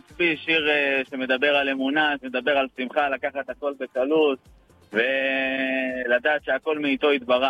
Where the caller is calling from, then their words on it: Be'er Ya'akov, Central District, Israel; אני מבאר יעקב.